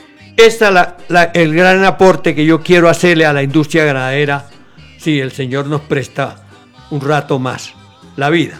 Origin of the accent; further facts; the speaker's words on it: Cesar, Colombia; me refiero al Cesar porque es mi tierra y yo viví en carne propia lo que es el impacto de los químicos.